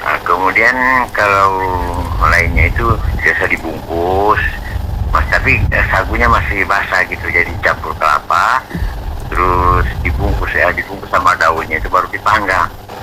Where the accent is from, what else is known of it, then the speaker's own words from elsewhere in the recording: Sulawesi, Indonesia; Nah, ini menjadi, karena saya ini orang Sulawesi.